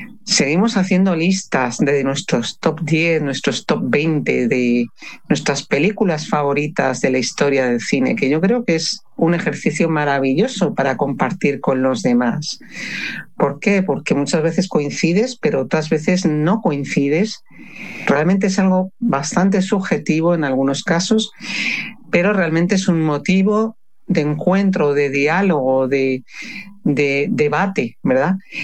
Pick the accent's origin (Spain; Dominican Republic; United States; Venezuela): Spain; Pamplona, Navarre; Y si yo asocio mi infancia, que yo vivía en Pamplona cuando era niña, pues recuerdo esos momentos en los que yo con mi padre y mis hermanos íbamos al cine con mis primos, ¿no?, navarros